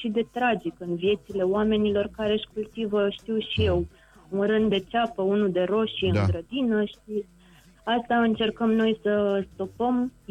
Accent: Craiova, Dolj, Romania; sunt din Craiova

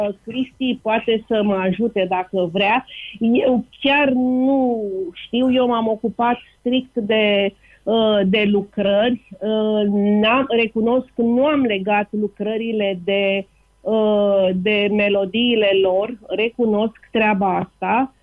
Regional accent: Bucharest, Romania; sunt născută în București, sunt născută la Blop, n-am pe nimeni în afara Bucureștiului. Da, suntem din neam în neam, suntem din București

